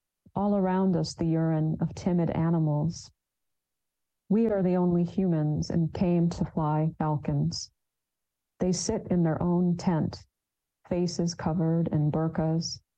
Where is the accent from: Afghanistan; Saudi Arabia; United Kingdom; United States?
Saudi Arabia; Jeddah, Makkah Province; born or raised there